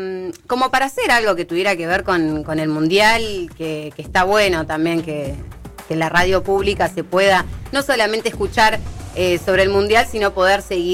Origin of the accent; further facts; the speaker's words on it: Argentina; soy argentina y porque es la tierra de Maradona.